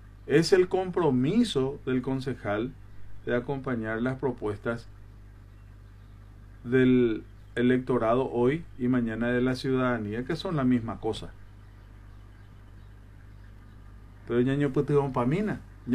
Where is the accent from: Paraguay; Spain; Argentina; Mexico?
Paraguay; Yo que soy paraguayo